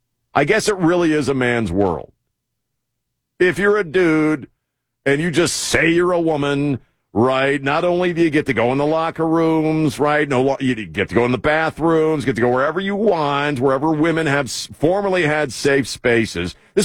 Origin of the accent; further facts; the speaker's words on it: Baltimore, Maryland, United States; born there; I grew up around the Baltimore Orioles